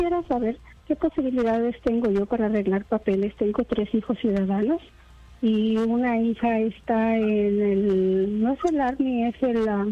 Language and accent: Spanish; Mexico; Soy mexicana.